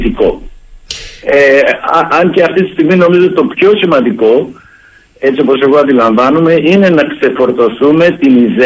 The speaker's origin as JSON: {"language": "Greek", "country": "Greece"}